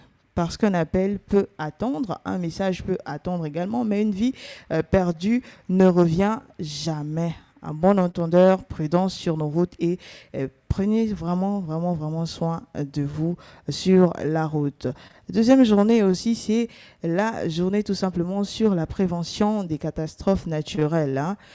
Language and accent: French; Gabon; chez nous au Gabon, à Libreville, pendant les fortes pluies, certains quartiers se retrouvent sous l'eau.